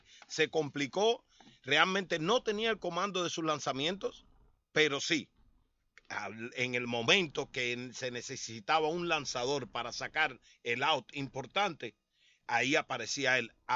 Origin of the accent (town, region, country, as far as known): Cuba